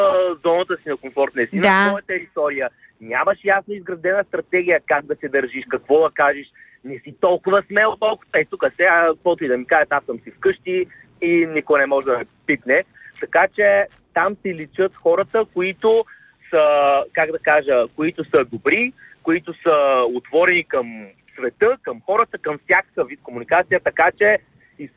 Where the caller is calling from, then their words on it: Varna, Varna Province, Bulgaria; съм от Варна.